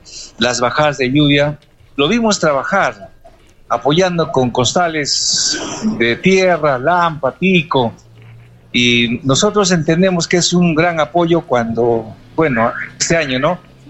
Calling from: Arequipa, Peru; de José Luis Bustamante y Rivero.

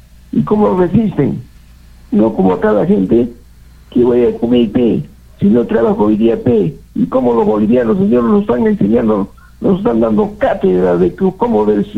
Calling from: Peru

